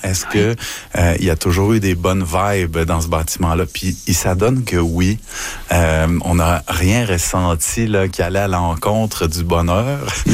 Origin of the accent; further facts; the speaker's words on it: Montreal, Quebec, Canada; c'est ce qui nous a frappé quand on est arrivé de la Grand-Ville, parce qu'on était des Montréalais.